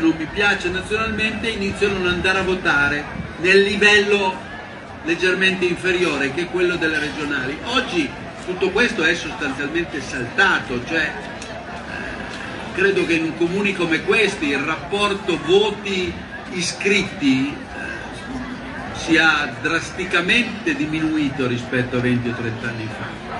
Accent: Piedmont, Italy; La mia è la provincia di Alessandria, la provincia di Alessandria fa 188 comuni, di cui credo 150 sotto i 2.000 abitanti.

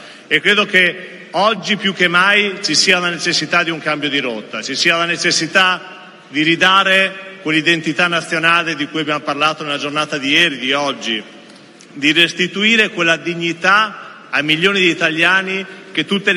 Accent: Modena, Emilia-Romagna, Italy; also born or lived in Ferrara; Io ve lo dico da Emiliano, vengo da Modena e vengo da Ferrara

